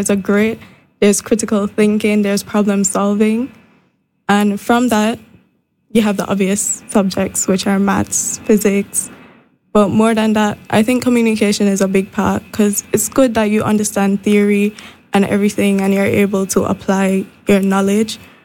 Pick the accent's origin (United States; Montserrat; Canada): Montserrat; but I know I got because I was raised in Montserrat